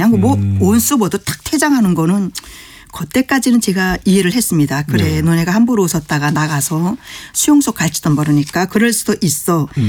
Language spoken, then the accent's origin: Korean; North Korea; moved away; 그때 저는 한 번도 북한에서 떠난 탈북민으로서